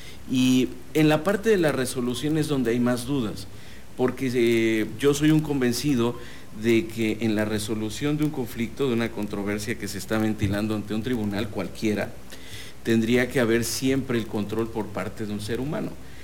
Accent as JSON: {"language": "Spanish", "region": "Tabasco", "country": "Mexico", "moved": "yes", "lives_now": "Mexico City, Mexico", "said": "Yo soy tabasqueño, pero claro, Vivo allá en la Ciudad de México"}